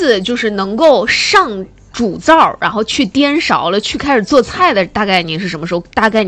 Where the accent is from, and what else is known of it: Inner Mongolia, China; now in Hainan, China